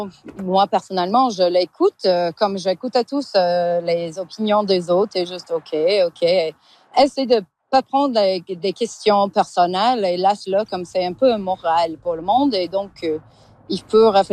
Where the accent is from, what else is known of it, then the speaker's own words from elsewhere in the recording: Alberta, Canada; Ben, en fait, la base, moi, je viens de l'Alberta.